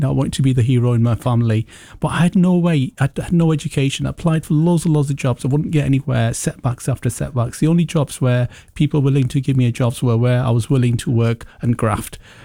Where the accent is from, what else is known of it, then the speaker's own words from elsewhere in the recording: Manchester, North West England, United Kingdom; born there; English is a second language; also born or lived in Pakistan; So I grew up in Old Trafford. From this is 1984